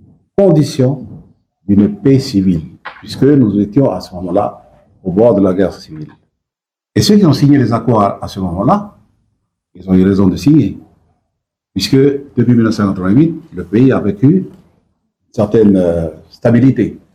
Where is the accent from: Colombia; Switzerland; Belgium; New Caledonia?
New Caledonia; nous, les Kanaks